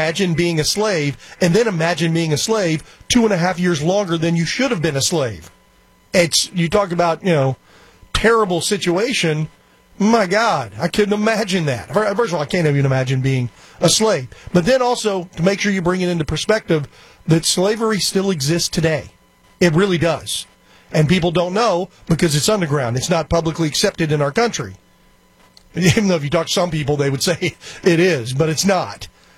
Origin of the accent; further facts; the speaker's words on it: Texas, United States; We're from Texas.